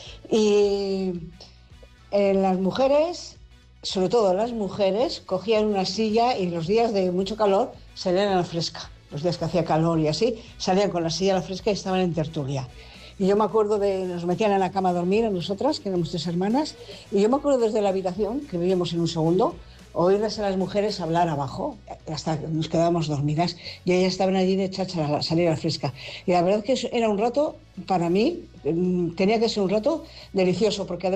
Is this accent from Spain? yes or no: yes; Basauri, Basque Country, Spain; yo soy de Basauri y donde vivía, quedaba delante de casa, quedaban unas campas y así, era una casa de pisos, 3 pisitos, pero estábamos así, un sitio con casitas y así.